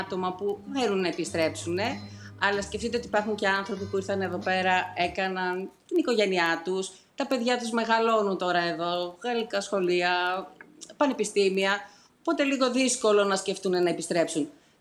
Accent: Greece; moved away as an adult; δεν είμαστε Έλληνες δεύτερης, τρίτης γενιάς. Είμαστε Έλληνες περισσότεροι που ήρθαν από το 16 και μετά. Οπότε και η ανάγκη αυτή, όταν πρώτο ήρθα εγώ το 13, δεν υπήρχαν πολλοί Έλληνες.

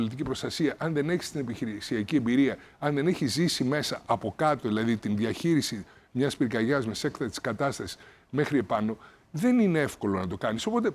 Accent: Voulgaro, Crete, Greece; born there; now in Athens, Greece

